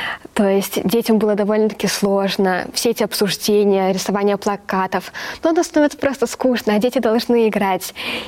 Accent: Mexico; Russian is a second language; был момент в том, что мы такие девушки из Мексики очень много ныли.

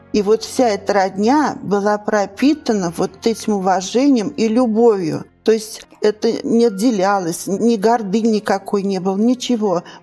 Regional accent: Nizhny Novgorod, Nizhny Novgorod Oblast, Russia; Я родом из города Горького. Родилась в рабочей семье.

